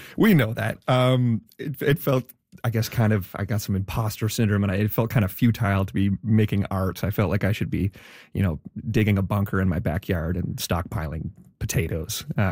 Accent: Wolfville, Nova Scotia, Canada; I grew up in Wolfville, very kind of artsy-fartsy musical town.

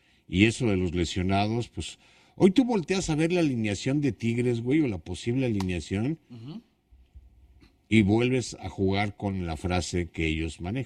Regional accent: Mexico City, Mexico; Yo no soy chilango, yo soy capitalino, mano.

